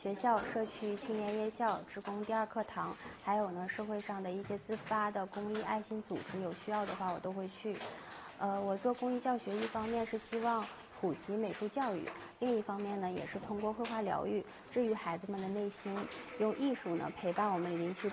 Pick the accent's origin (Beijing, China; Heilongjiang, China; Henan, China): Heilongjiang, China; Yichun; born there; 在我们伊春